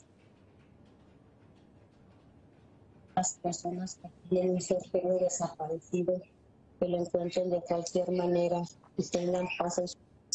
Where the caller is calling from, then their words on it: Ocotlán, Jalisco, Mexico; Hablo de Ocotlán, Jalisco, México.